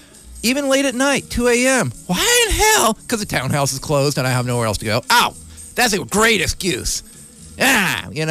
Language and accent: English; Vallejo, California, United States; this is my hometown.